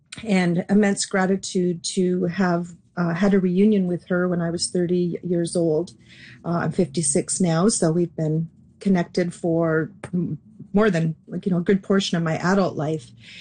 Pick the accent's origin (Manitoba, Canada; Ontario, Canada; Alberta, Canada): Ontario, Canada; Kitchener; born there; I was born in Kitchener, Ontario.